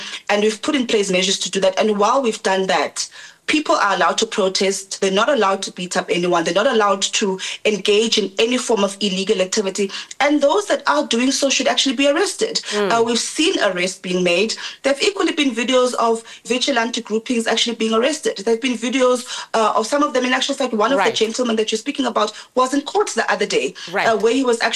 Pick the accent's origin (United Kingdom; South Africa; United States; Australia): South Africa